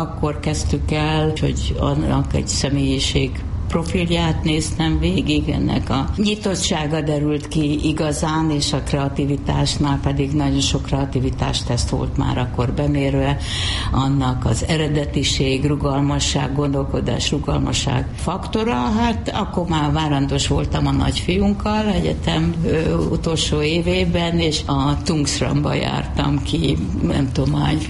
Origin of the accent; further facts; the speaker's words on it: Várpalota, Veszprém County, Hungary; egy műtrágyagyár mellett nőttem fel